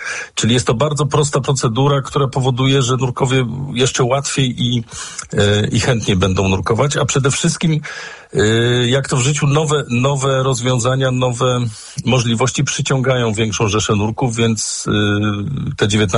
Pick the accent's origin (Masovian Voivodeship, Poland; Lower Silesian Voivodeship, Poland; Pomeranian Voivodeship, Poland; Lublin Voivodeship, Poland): Pomeranian Voivodeship, Poland; Gdynia; born there; ja mam to szczęście, że urodziłem się w Gdyni